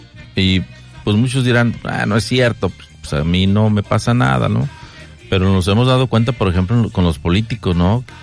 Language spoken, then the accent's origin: Spanish; Mexico